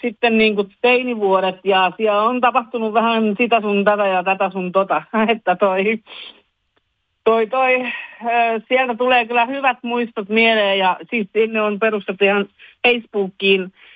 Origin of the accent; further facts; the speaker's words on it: Honkajoki, Satakunta, Finland; mä oon itse Honkajoelta kotoisin